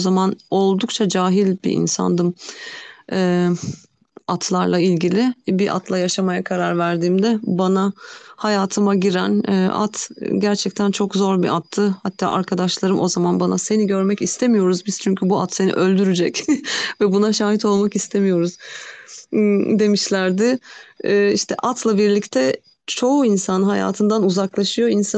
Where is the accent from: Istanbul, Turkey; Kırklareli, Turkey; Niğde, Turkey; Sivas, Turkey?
Kırklareli, Turkey; born there; 80, 1980 doğumluyum. Kırklareli doğumluyum.